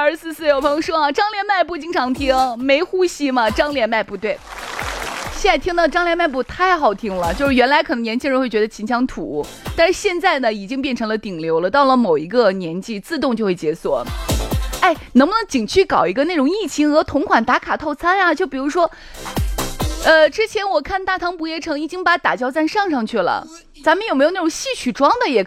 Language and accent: Chinese; Shaanxi, China